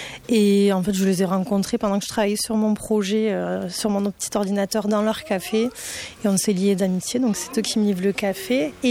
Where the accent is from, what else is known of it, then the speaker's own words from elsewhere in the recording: Argelès-Gazost, Occitanie, France; Parce que moi, déjà, personnellement, j'habite pas loin. Enfin, je suis d'Argelès.